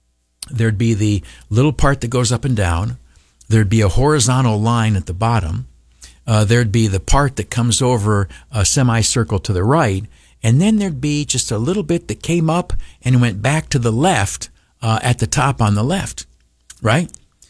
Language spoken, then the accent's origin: English; Canisteo, New York, United States; my hometown, Canastillo.